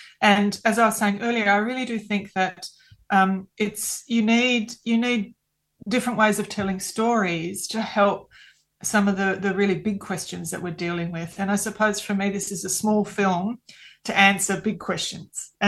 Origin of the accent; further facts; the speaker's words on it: Australia; going to Greece and being Australian